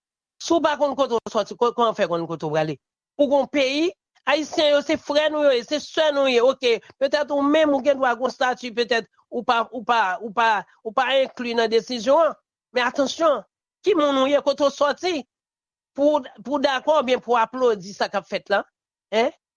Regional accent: Haiti

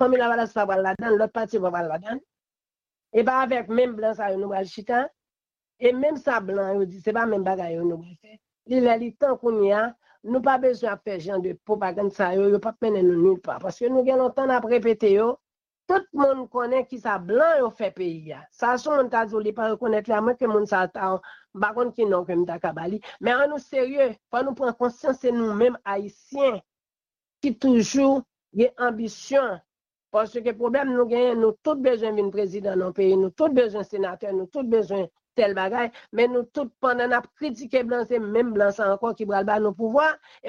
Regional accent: Haiti; Je ne crois pas que c'est seul président ici, en tant que haïtien seulement, que nous avons.

